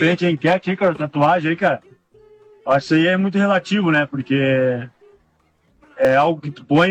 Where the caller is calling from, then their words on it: Rio Grande do Sul, Brazil; Sou aqui do Rio Grande do Sul aí.